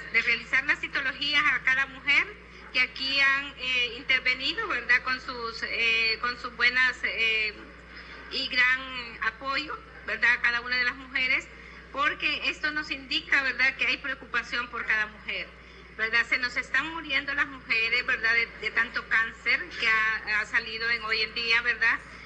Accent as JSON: {"language": "Spanish", "town": "Talanga", "region": "Francisco Morazán", "country": "Honduras", "tie": "born there", "said": "Buenos días a todo el pueblo de Talanga, mi pueblo, ¿verdad?, que me vio nacer."}